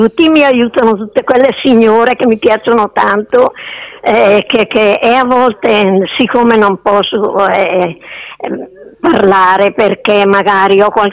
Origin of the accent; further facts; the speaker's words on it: Montichiari, Lombardy, Italy; born there; sono bresciana, sono nata alla Fascia d'Oro di Montichiari.